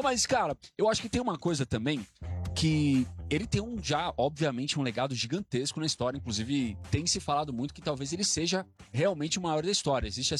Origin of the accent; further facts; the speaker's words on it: Brazil; a gente é brasileiro